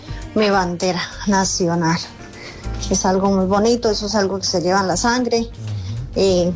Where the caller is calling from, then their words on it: Cúcuta, Norte de Santander, Colombia; estoy llamando desde la ciudad de Cúcuta, norte de Santander.